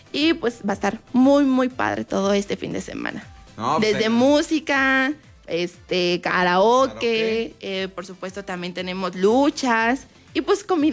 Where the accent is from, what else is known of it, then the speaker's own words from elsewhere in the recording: Querétaro, Mexico; Fíjate que yo soy de Querétaro. Uh-huh. Yo soy de Querétaro con corazón aventurero